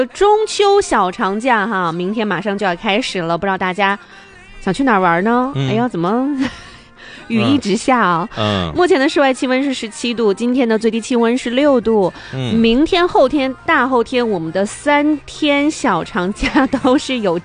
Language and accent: Chinese; Northeast China, China